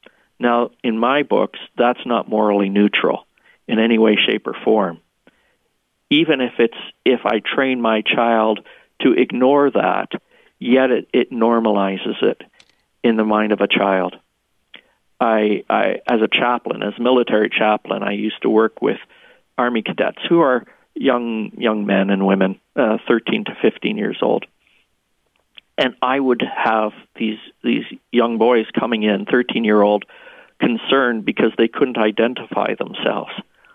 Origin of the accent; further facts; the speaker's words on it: Canada; My home country is in Canada.